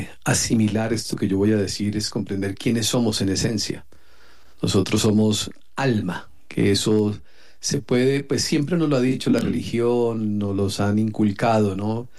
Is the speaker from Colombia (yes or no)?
yes; Colombia; Soy colombiano.